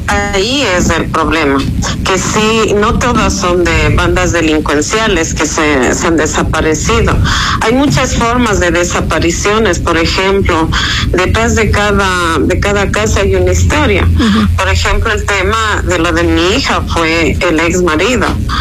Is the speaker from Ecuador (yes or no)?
yes; Ecuador; no hay garantías para nosotros como ecuatorianos.